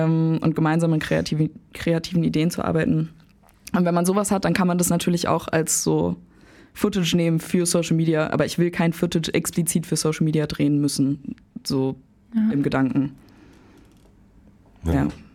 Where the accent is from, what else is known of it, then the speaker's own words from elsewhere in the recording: United Kingdom; Also Noah ist ja Ire, ich bin halt Britin. Deswegen sind wir halt auch beide auch mit sehr viel nicht deutschem Einfluss aufgewachsen, sagen wir mal so.